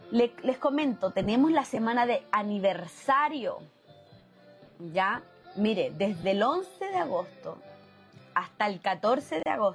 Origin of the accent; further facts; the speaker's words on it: Chile; now in Mexico; Pero nosotros tenemos un acento diferente al de México, ¿verdad? Nosotros hablamos un poquito más rápido, hablamos un poquito más curioso, como dicen aquí, ¿verdad? Tenemos ciertas palabras que nos caracterizan a nosotros los chilenos, como el ya, como el po